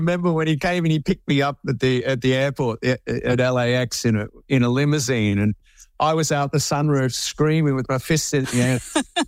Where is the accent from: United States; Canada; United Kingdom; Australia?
Australia; Melbourne, Victoria; we were playing at this venue in Melbourne that you know, in my hometown